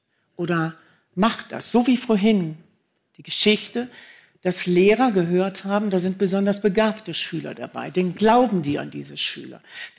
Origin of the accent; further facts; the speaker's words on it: Germany; ich komme ja aus Deutschland